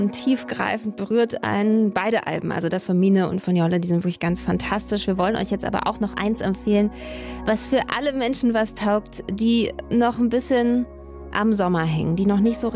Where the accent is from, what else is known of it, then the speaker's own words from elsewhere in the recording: Berlin, Germany; als Berlinerin